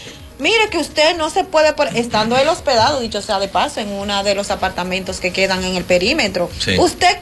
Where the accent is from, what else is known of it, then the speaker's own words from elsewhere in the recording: Dominican Republic; Porque una, estoy hospedado ahí, y otra, yo soy dominicano.